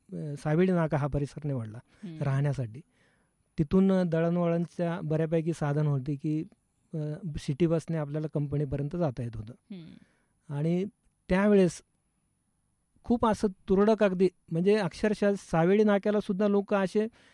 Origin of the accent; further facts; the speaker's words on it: Chopda, Maharashtra, India; moved away as an adult; now in Ahilyanagar, India; नाही, ॲक्च्युली मी खान्देश जळगाव चोपड्यातला आहे, परंतु कामानिमित्त गेल्या 35 वर्षापासून नगरमध्ये आहे।